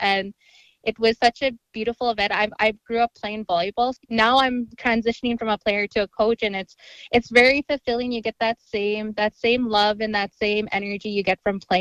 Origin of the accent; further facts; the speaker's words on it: Ochapowace First Nation, Saskatchewan, Canada; I'm really proud of the connections I've made just from growing up on Ochapaways First Nation, you know, pursuing post-secondary education, being in sports all my life.